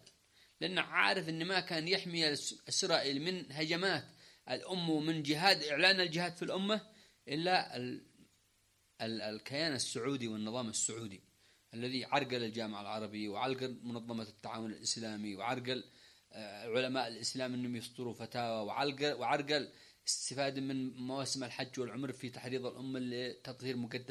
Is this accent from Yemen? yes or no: yes; Yemen